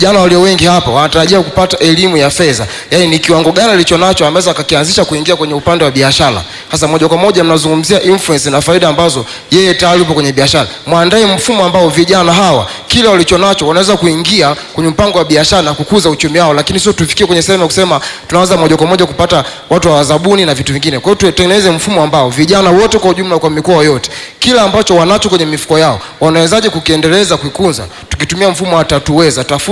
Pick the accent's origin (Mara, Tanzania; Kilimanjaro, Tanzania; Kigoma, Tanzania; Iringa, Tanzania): Iringa, Tanzania; natoka Iringa DC katika mradi wa listen champion vijana wa bodaboda.